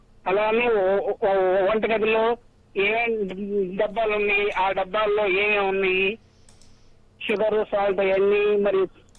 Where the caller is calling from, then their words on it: Guntur, Andhra Pradesh, India; నేను గుంటూరు నుంచి … మాట్లాడుతున్నాండి.